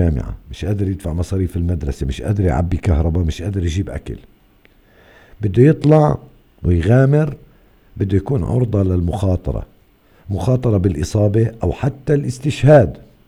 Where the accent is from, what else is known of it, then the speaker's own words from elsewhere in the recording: Hebron, West Bank, Palestine; عندنا في الخليل